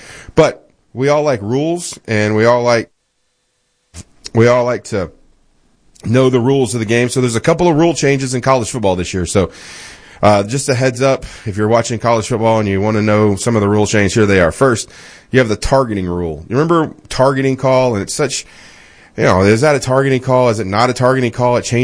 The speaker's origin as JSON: {"language": "English", "town": "Little Rock", "region": "Arkansas", "country": "United States", "tie": "born or raised there", "said": "And just in full disclosure, I grew up in Little Rock, Arkansas."}